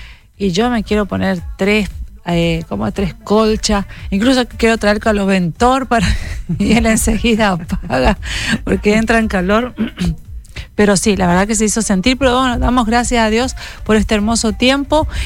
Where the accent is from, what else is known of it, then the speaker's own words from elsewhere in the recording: Argentina; yo no soy argentina cada 4 años, soy argentina todo el tiempo.